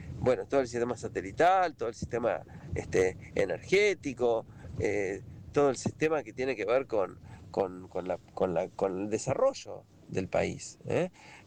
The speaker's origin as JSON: {"language": "Spanish", "country": "Argentina", "said": "Nosotros, el resto, el pueblo, no somos los argentinos de bien."}